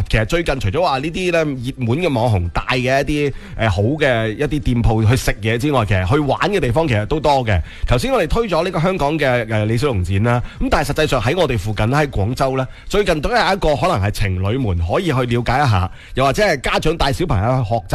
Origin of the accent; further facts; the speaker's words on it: Foshan, Guangdong, China; 我哋佛山人去南越王墓博物馆咧